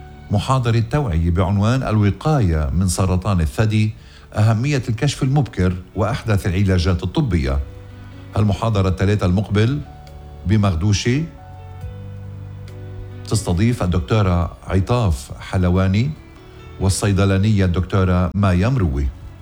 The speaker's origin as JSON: {"language": "Arabic", "country": "Lebanon", "said": "يعني ما بعرف إذا في طيبة قلب لهالدرجة أو إنه أرياحية لبنانية إنه أنا لبناني."}